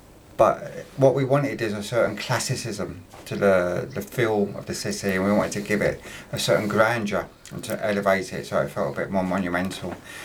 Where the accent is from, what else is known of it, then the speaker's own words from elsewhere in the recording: London, United Kingdom; because we're not from Luton. Imran and I are both from London.